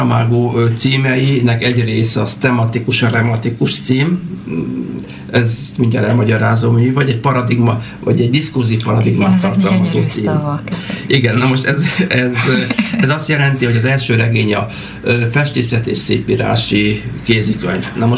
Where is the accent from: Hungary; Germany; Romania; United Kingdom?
Hungary; Magyarországról vagyunk, egyetemről vagyunk, ismerjük